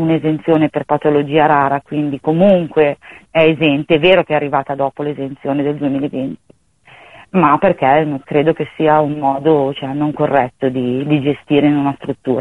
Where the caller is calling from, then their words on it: Desio, Lombardy, Italy; noi siamo di Desio